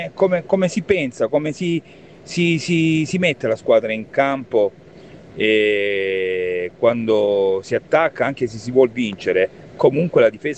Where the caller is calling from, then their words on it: Lecce, Apulia, Italy; da Lecce.